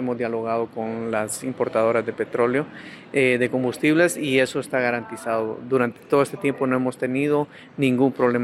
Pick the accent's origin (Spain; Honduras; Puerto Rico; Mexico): Honduras; Aspiramos como hondureños que esto definitivamente tenga una estabilización